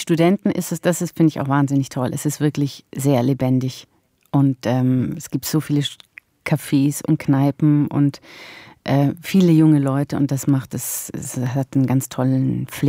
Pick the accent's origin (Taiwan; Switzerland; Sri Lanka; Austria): Switzerland; accent: Swiss German; now in Germany; antworten mir mittlerweile auf Hochdeutsch, obwohl ich Schweizerdeutsch spreche.